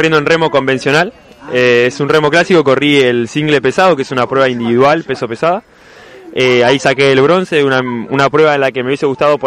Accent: Mar del Plata, Buenos Aires Province, Argentina; born there; Soy de Mar del Plata, sí. Nací en Mar del Plata, vivo en Mar del Plata hoy en día.

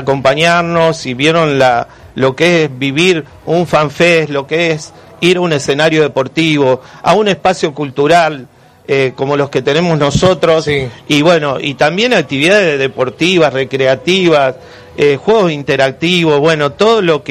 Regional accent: Santa Fe, Argentina; como santafesino y bueno, en representación de Santo Tomé

